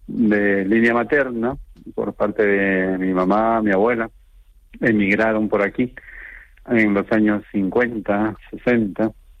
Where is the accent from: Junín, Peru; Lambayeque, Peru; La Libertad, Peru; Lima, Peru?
La Libertad, Peru; Trujillo; moved away as an adult; now in Tenerife, Spain; Yo soy de una ciudad al norte de Perú. Les sonará bastante el nombre. Se llama Trujillo. Está situada en la costa norte, a 525 kilómetros de la capital.